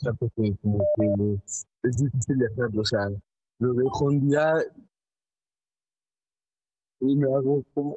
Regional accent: Mexico; Sí, soy de México

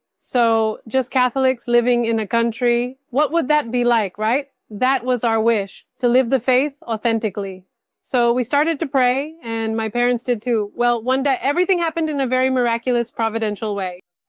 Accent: South India, India; now in Barcelona, Spain; I personally came from a very large family of 24 people living at home. We come from the south of India and we were the only ones in the house, me, my mom and my parents, who were Catholic.

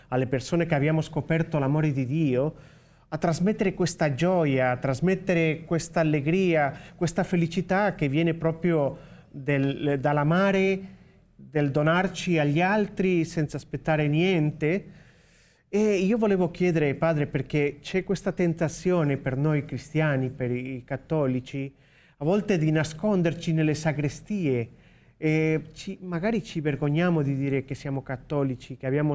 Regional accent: Spain; Italian is a second language; moved away; sono spagnolo, come avrete notato anche dalla mia forma di comunicare.

